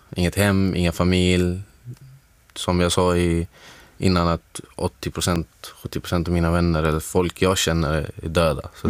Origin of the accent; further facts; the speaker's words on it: Syria; now in Sweden; sen förklarade att det här baseras på hur situationen är i mitt hemland i Syrien.